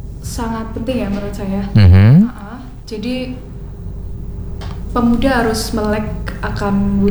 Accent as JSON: {"language": "Indonesian", "town": "Purbalingga", "region": "Central Java", "country": "Indonesia", "said": "saya kan berasal dari Purbalingga."}